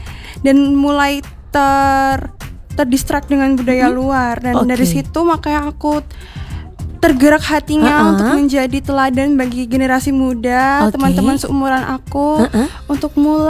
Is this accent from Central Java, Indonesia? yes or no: no; Bantul, Special Region of Yogyakarta, Indonesia; Aku sendiri asli Jogja, dari Bantul.